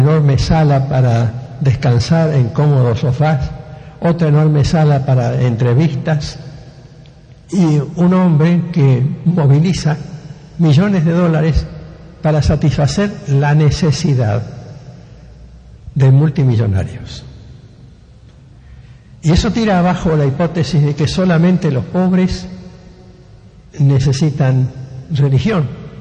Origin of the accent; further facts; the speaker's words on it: Rosario, Santa Fe, Argentina; los que me conocen como rosarino de toda la vida saben que soy un hombre que no tengo vastos recursos ni nada